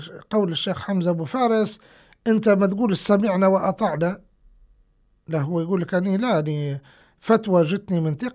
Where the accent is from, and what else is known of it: Libya